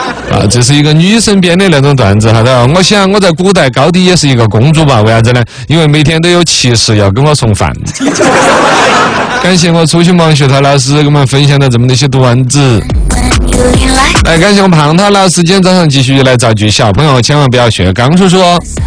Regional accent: Sichuan, China; 我们四川人

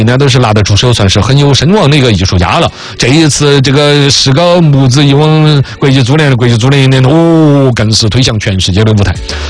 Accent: China; 我们中国人

